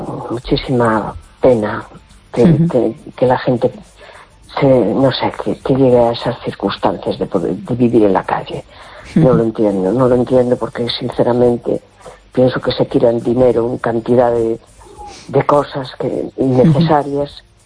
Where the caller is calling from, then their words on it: A Coruña, Galicia, Spain; Hola, buenas noches … de La Coruña.